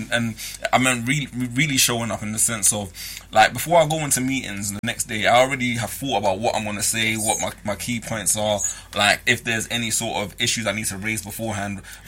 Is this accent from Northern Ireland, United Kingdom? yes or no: no; London, United Kingdom; I grew up in East London